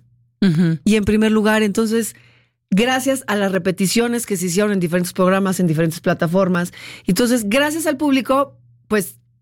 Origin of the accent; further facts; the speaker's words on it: Mexico; Obviamente nosotros como mexicanos nos burlamos de todo, ¿no?